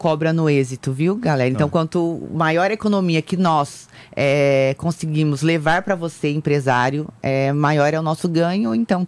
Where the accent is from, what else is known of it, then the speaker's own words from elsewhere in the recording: São Paulo, Brazil; Já o paulista, por exemplo, né? Que é de onde eu vim, de onde eu comecei a trabalhar, né? Há 15 anos atrás.